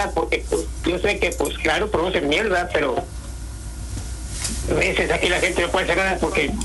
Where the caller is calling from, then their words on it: Ciudad Victoria, Tamaulipas, Mexico; Desde aquí, aquí de Victoria.